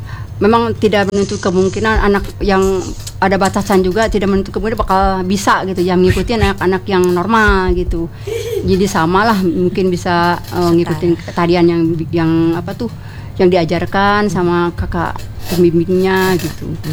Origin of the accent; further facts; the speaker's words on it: Ciawi, West Java, Indonesia; Bogor asli.